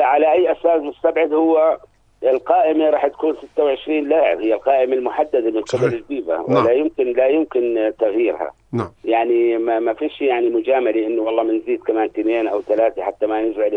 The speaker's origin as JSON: {"language": "Arabic", "country": "Jordan", "said": "إحنا كمنتخب أردني"}